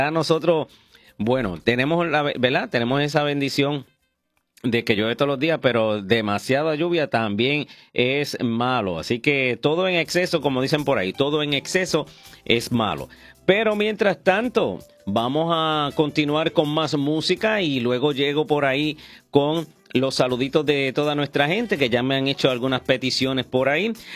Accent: Puerto Rico; así somos los boricuas.

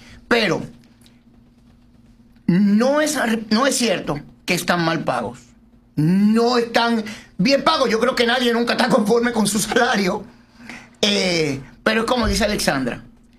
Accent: Miches, El Seibo, Dominican Republic; born there; El mismo pueblo donde yo nací, el paraíso en este terreno, Miche.

